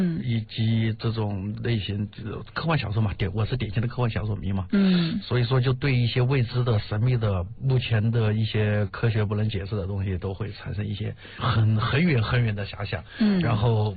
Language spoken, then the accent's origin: Chinese; China; 它还在我们中国人的生活里面。